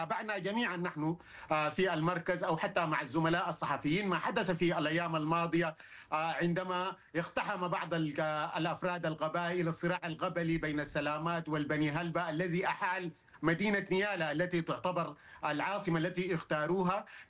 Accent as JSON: {"language": "Arabic", "country": "Sudan", "said": "نحن كسودانيين ومراقبين،"}